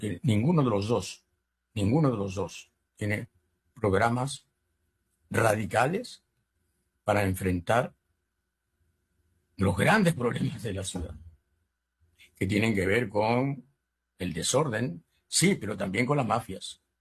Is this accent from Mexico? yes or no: no; Lima, Peru